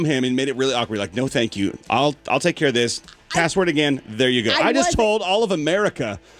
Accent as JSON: {"language": "English", "town": "Snohomish", "region": "Washington", "country": "United States", "tie": "born or raised there", "said": "I grew up in Snohomish, right? Mm-hmm. We lived on 10 acres."}